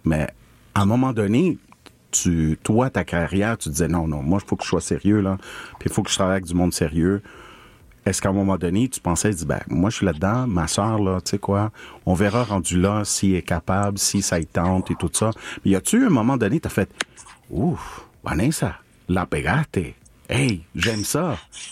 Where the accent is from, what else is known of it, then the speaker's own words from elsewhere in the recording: Barranquilla, Atlántico, Colombia; Je disais, écoute, je viens de Barranquilla.